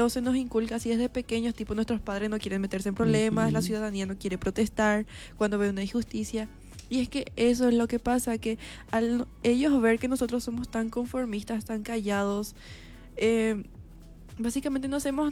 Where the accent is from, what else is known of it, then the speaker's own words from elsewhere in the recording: Paraguay; tenemos que alzar más la voz como paraguayos